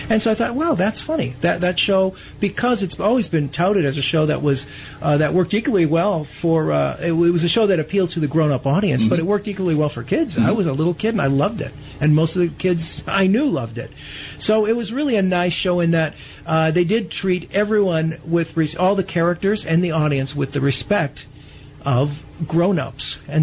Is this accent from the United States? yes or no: yes; Chicago, Illinois, United States; moved away; When I grew up in Chicago